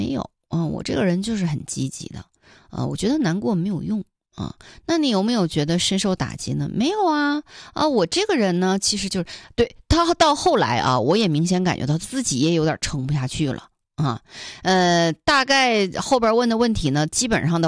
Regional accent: Northeast China, China; accent: Northeastern dialect; 说白了跟我们东北话说就是再糙一点，

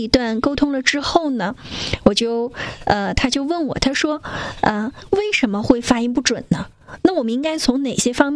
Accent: Northeast China, China; 因为在我们东北的方言

